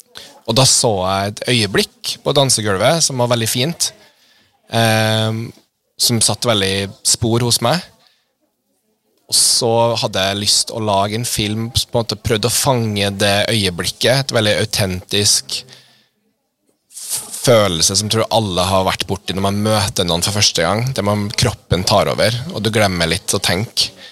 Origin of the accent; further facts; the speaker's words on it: Canada; Swedish is a second language; now in Norway; Jag är ju från Kanada. … Och så flyttade jag till Trøndelag som ligger i mitten av Norge.